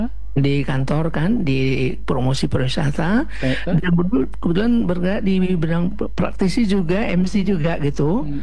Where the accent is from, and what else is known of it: West Sumatra, Indonesia